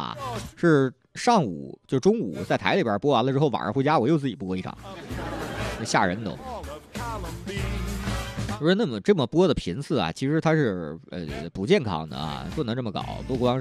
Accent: Northeast China, China; now in Changsha, China; 就我们东北老家那边啊

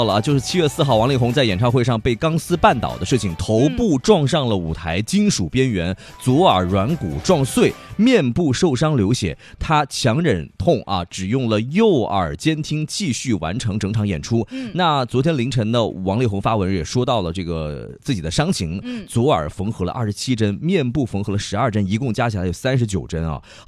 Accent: Wuhan, Hubei, China; 我武汉人，

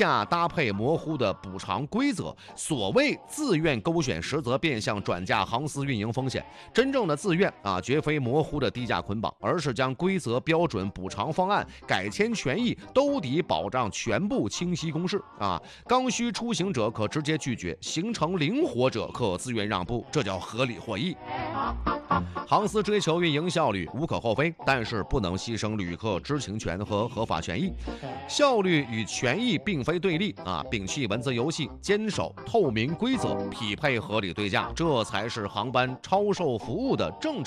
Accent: Siping, Jilin, China; 吉林四平啊，整我老家去了。

